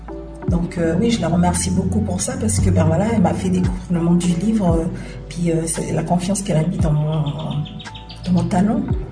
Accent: New Caledonia

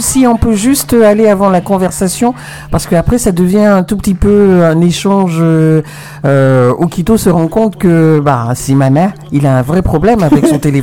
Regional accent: New Caledonia; cet outil de communication qui est arrivé chez nous en Kanaky

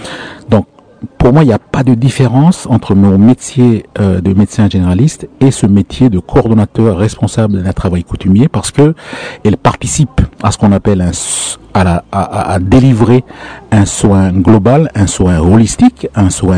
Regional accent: Lifou, Loyalty Islands Province, New Caledonia; Donc nous sommes des Mélanésiens. Moi, je suis Mélanésien d'origine de l'Ifou.

